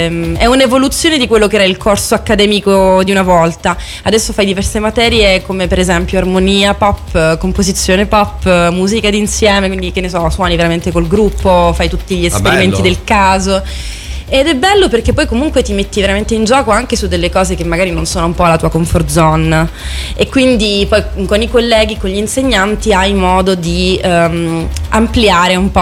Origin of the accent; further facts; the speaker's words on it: Calabria, Italy; Siamo calabresi.